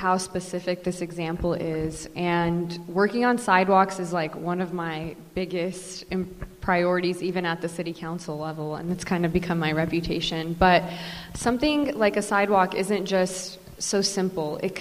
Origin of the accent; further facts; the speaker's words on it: Central Valley, California, United States; And this is where I've been born and raised, and this is the district that raised me, and I want to give that same energy back to it, because the hardest working people I know are right here in the Southern Central Valley.